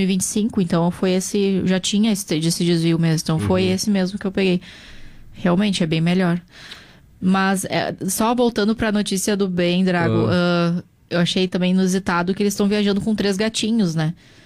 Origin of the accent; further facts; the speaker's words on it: Cachoeira do Sul, Rio Grande do Sul, Brazil; now in Porto Alegre, Brazil; Sou natural de Cachoeira do Sul e às vezes um fim de semana sim, outro não, eu viajo para lá. E daqui até lá dá 2 horas e meia.